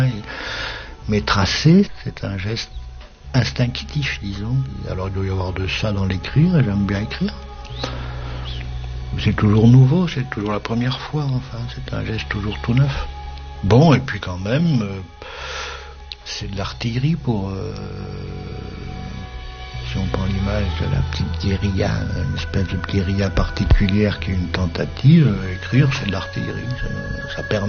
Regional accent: Berck, Hauts-de-France, France; Mais vous savez, à Berck, ma ville natale, c'est une ville de...

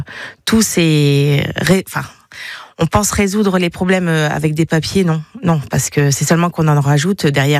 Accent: Saint-Amand, France; Je suis née à Saint-Amand en 1975 et mes parents venaient s'installer à Saint-Amand. Donc c'est une ferme qui existe depuis 6 générations.

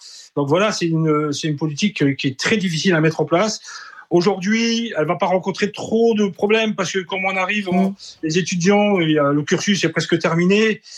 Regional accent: Grand Est, France; parce que moi, je suis de la Lorraine

